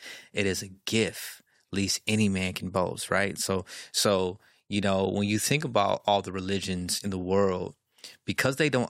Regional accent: Chicago, Illinois, United States; On this side, it's my Chicago Bulls cap, because I'm from Chicago.

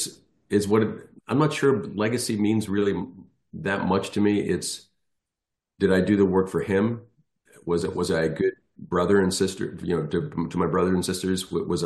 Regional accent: Ireland; being an Irish guy myself, an Irish citizen

